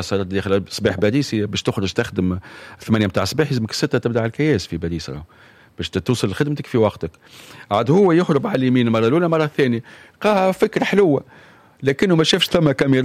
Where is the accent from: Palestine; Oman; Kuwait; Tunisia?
Tunisia; now in France